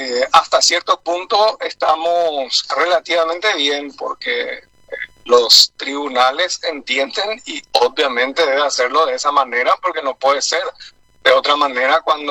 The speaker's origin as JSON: {"language": "Spanish", "country": "Paraguay"}